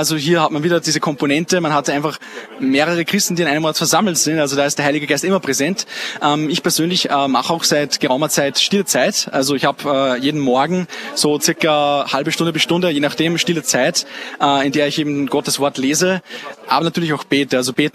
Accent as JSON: {"language": "German", "region": "Upper Austria", "country": "Austria", "moved": "yes", "lives_now": "Linz, Austria", "said": "Ich werde am 7.7. 21 Jahre, komme aus Mühlviertel, wohne aber aktuell in Linz."}